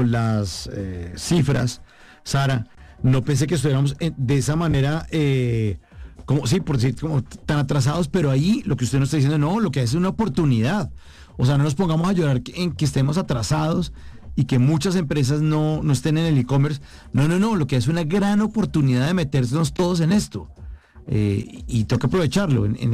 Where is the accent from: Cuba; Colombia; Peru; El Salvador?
Colombia; porque somos los colombianos, somos de los que no sé, nos entregan un producto y lo armamos sin leer las instrucciones